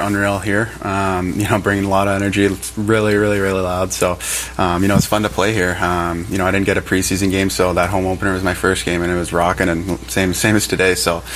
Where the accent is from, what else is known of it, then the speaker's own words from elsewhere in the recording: Ottawa, Ontario, Canada; born there; also born or lived in Switzerland; it was unique for me growing up in Switzerland. My dad played over there, like you said. Kind of came back. that's great. Came back in back to Ottawa when I was about 9 years old